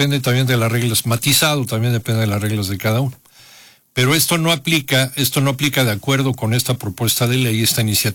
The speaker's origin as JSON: {"language": "Spanish", "country": "Mexico", "said": "Para poder sacar tu pasaporte como mexicano. Ya hace mucho que eso ya no, ya no aplica. Pero a mí todavía me tocó, cuando cumplí 18 años, tuve que hacer la renuncia de la nacionalidad de mi padre."}